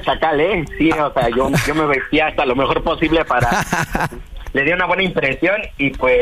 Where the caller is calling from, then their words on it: Ecatepec de Morelos, State of Mexico, Mexico; Tengo 19 años, le llamo aquí del Ecatepec de Morelos.